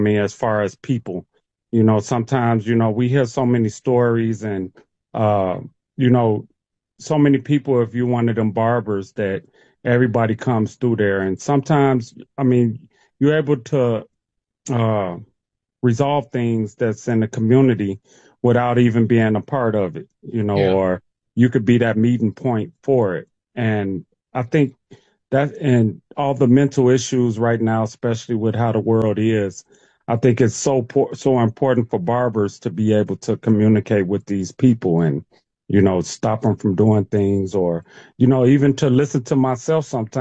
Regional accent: Chicago, Illinois, United States; growing up in Chicago, because they love to signify in Chicago

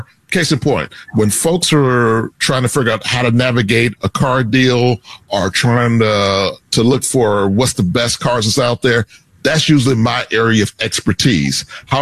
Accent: the South, United States; moved away; also born or lived in Wisconsin; But I'm from the South.

